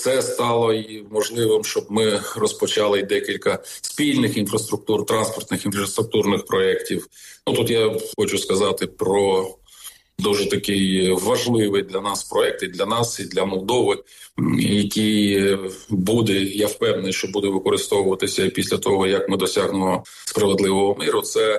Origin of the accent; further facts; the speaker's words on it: Chernivtsi Oblast, Ukraine; Я народився на Буковині, прекрасний край, там закінчив школу.